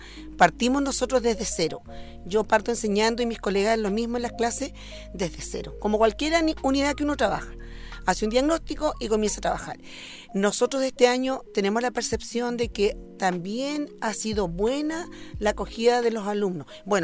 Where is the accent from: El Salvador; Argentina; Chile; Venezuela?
Chile; Y que valoren las cosas que tenemos nosotros como chilenos.